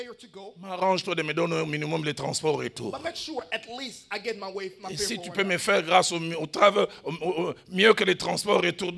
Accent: Kinshasa, DR Congo; Ah, il n'y a que les Kinois qui pourront comprendre cela. Chez nous, à Kinshasa, on dit ceci.

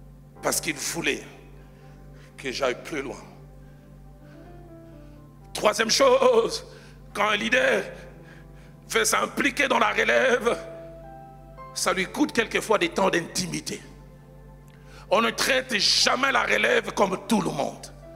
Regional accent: Kinshasa, DR Congo; Chez nous, à Kinshasa

